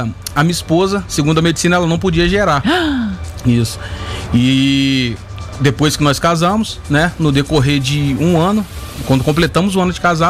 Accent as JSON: {"language": "Portuguese", "town": "Barra Mansa", "region": "Rio de Janeiro", "country": "Brazil", "tie": "born or raised there", "moved": "as an adult", "lives_now": "Volta Redonda, Brazil", "said": "Eu sou natural de Barra Mansa, que é uma cidade vizinha de Volta Redonda."}